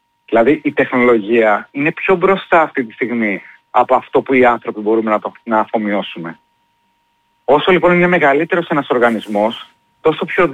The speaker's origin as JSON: {"language": "Greek", "country": "Greece", "said": "έχουμε μάθει σαν Έλληνες στα δύσκολα."}